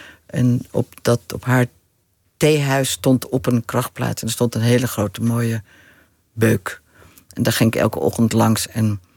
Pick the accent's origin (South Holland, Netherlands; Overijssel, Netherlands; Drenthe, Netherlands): Drenthe, Netherlands; born there; Ik ben geboren in Drenthe.